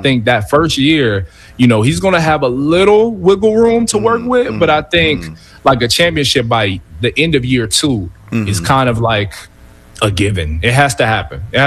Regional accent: Ohio, United States; I'm from Ohio, right?

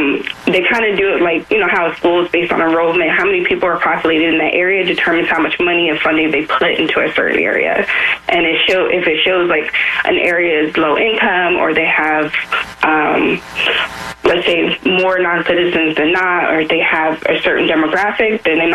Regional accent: New York City, New York, United States; I'm from Brooklyn

